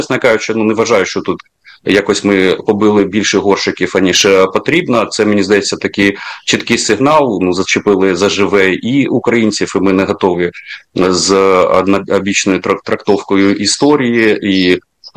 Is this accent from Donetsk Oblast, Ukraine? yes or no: yes; Donetsk, Donetsk Oblast, Ukraine; Я східняк, я з Донецька